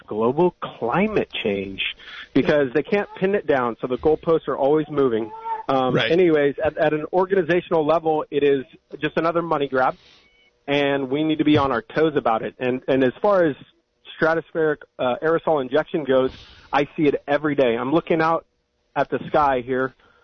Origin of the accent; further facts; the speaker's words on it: Watsonville, California, United States; I'm originally around from the Watsonville area, so I've done some PVUSD school board meetings, some city council meetings.